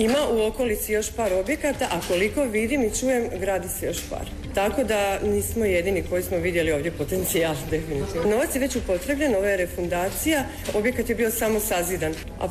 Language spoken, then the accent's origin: Croatian; Đakovo, Osijek-Baranja County, Croatia; Ja sam baš iz Željka, iz Đakova sam inače, vlasnica sam kuće za najam u Mandićevcu.